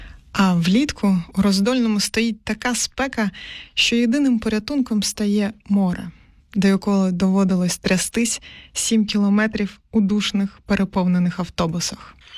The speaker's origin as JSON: {"language": "Ukrainian", "town": "Rozdolne", "region": "Crimea", "country": "Ukraine", "tie": "born or raised there", "moved": "yes", "said": "мій рідний Крим, місце, де я виросла, став чужим."}